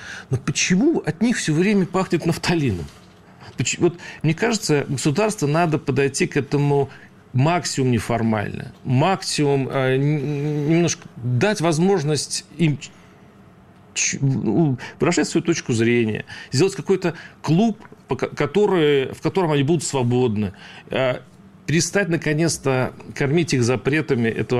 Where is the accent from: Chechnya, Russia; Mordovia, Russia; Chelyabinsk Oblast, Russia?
Mordovia, Russia; Saransk; я как из Саранска тебе могу сказать, что мы там жестили.